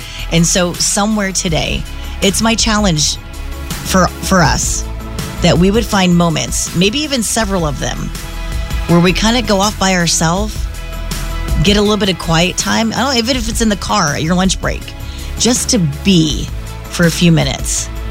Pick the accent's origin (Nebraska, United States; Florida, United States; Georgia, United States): Florida, United States; I grew up in Central Florida